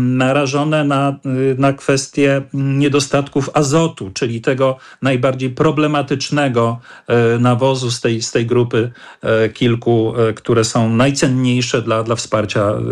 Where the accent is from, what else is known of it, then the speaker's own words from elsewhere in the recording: Świętokrzyskie Voivodeship, Poland; ja też wywodzę się z rodziny rolniczej z Ponidzia, ze Świętokrzyskiego